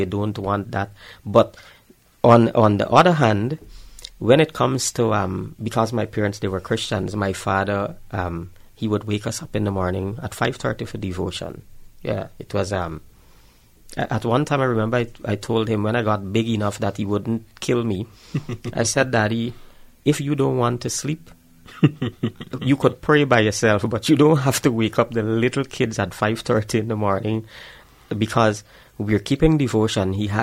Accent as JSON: {"language": "English", "town": "Bartica", "region": "Cuyuni-Mazaruni", "country": "Guyana", "tie": "born or raised there", "said": "My upbringing, growing up in Bartica, my parents, my dad, he is now deceased."}